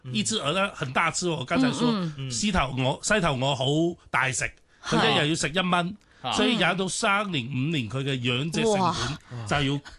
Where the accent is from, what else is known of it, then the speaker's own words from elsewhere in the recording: Shantou, Guangdong, China; 我们汕头这边